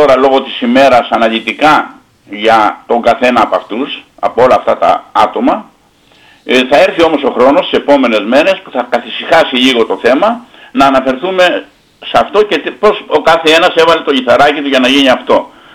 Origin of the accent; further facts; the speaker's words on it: Crete, Greece; Εγώ προσωπικά που μεγάλωσα στη θάλασσα στο Νότιο Κρητικό Πέλαγος